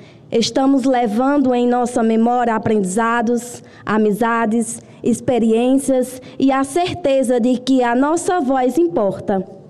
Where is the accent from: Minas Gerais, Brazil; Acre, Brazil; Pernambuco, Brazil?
Pernambuco, Brazil; Eu venho do sertão de Pernambuco, de uma terra marcada pela força, pela resistência e pela capacidade de sonhar, mesmo diante das dificuldades.